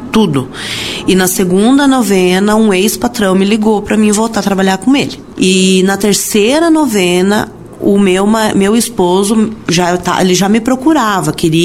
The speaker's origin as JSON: {"language": "Portuguese", "town": "Mandirituba", "region": "Paraná", "country": "Brazil", "said": "sou de Mandirituba."}